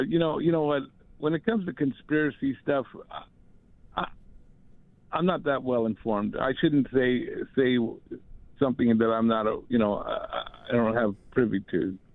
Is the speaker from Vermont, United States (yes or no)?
no; Los Angeles, California, United States; because I'm from Los Angeles